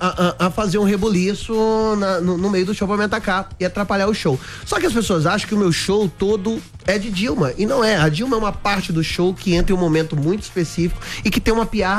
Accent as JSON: {"language": "Portuguese", "town": "Guarani", "region": "Minas Gerais", "country": "Brazil", "tie": "born or raised there", "said": "E eu doei tudo pra Guarani, minha cidade natal. Bonitinho. Tem 9 mil habitantes"}